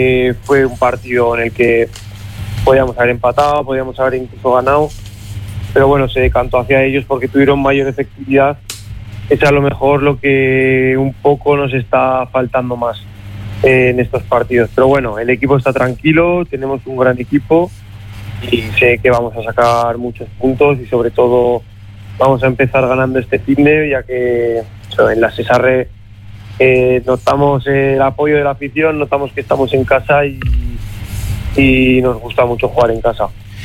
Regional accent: Zaragoza, Aragon, Spain; now in Barakaldo, Spain; soy de Zaragoza

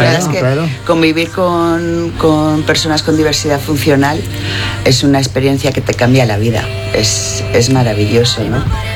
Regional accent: Menorca, Balearic Islands, Spain; en mi pueblo, en Menorca, porque en realidad soy de Menorca, estropear se dice españar.

